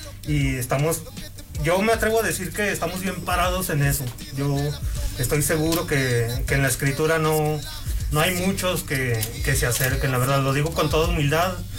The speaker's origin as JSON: {"language": "Spanish", "region": "Aguascalientes", "country": "Mexico", "tie": "born or raised there", "said": "Pues yo soy de aquí, de Volcanes, de los Volcanes, de Infonavit Volcanes. Ahí he pasado toda mi vida"}